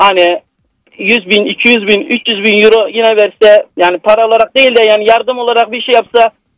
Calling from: Adana, Turkey; Biz Adanalı olarak ona inanıyoruz.

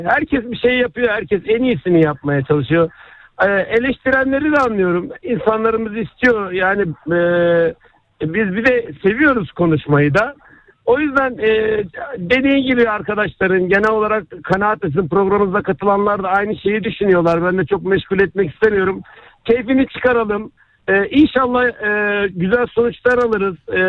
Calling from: Istanbul, Turkey; ben İstanbul'dan arıyorum.

